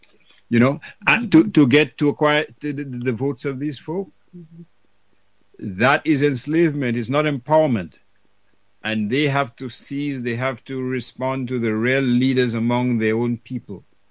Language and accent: English; Portsmouth, Saint John Parish, Dominica; I grew up in Portsmouth. I spent time in Vekas.